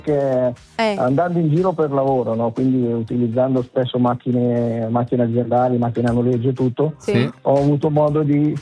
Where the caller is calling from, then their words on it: Cislago, Lombardy, Italy; Cislago, in provincia di Varese.